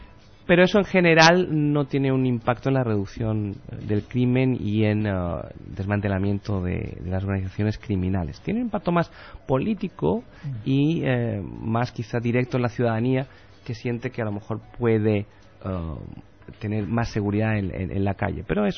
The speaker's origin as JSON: {"language": "Spanish", "region": "Catalonia", "country": "Spain", "moved": "yes", "lives_now": "Bolivia"}